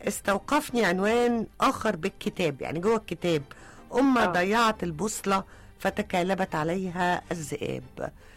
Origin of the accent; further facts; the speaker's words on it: Egypt; زي ما نقول بالمصري